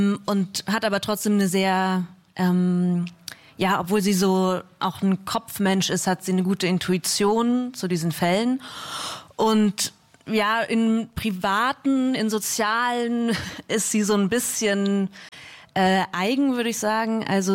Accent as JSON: {"language": "German", "town": "Dresden", "region": "Saxony", "country": "Germany", "tie": "born or raised there", "said": "ich bin in Dresden geboren und aufgewachsen"}